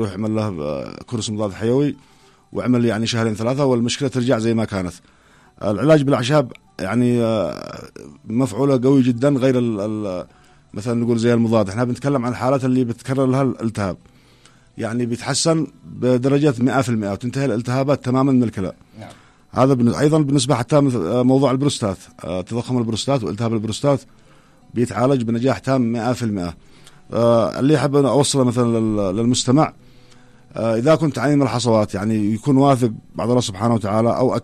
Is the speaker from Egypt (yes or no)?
no; Yemen; عندنا في اليمن